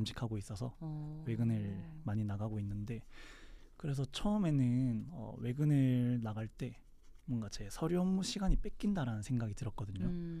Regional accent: Daegu, South Korea; born there; 저는 대구에서 태어나서 네, 대구 교회에 다녔습니다.

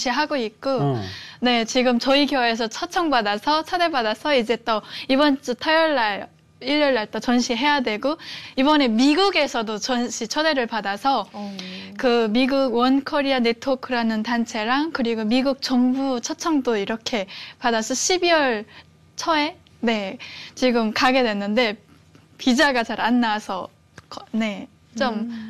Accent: North Korea; now in South Korea; 배고파서 처음에는 탈북을 했습니다.

